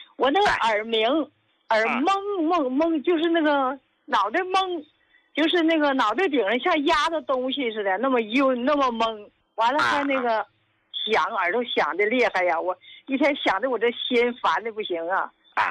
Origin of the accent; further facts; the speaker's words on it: Qinhuangdao, Hebei, China; 我是秦皇岛的。